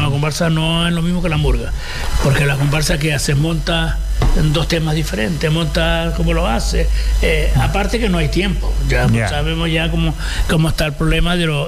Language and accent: Spanish; Canary Islands, Spain; Yo soy buen canario.